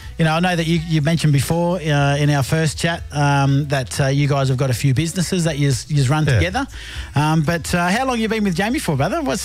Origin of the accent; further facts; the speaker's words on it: Australia; now in Sydney, Australia; Being a working class man as an Australian, you know, being an Indigenous man and being an Australian man